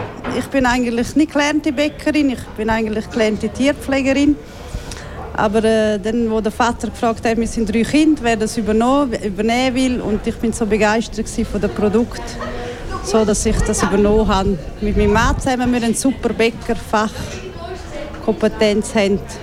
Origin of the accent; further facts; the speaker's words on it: Graubünden, Switzerland; bin gebürtige Münstertalerin. Ich bin dort geboren und aufgewachsen